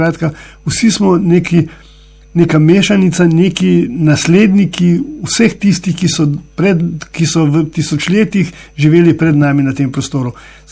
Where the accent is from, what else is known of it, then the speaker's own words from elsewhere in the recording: Lower Carniola, Slovenia; smo Slovenci ali pa Dolenci